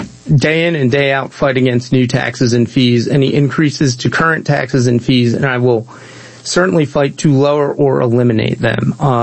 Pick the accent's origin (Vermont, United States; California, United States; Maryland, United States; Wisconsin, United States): Maryland, United States; North Baltimore County; I'm born and raised in Baltimore County, North Baltimore County. I met my wife in North Baltimore County. We were married there, and now we're restoring a farmhouse built in 1844.